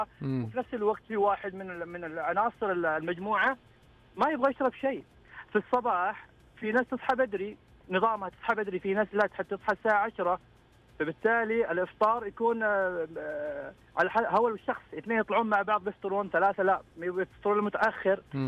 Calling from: Jazan, Jazan Province, Saudi Arabia; من جازان.

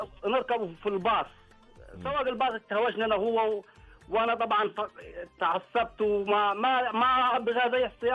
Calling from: Ha'il, Ha'il Province, Saudi Arabia

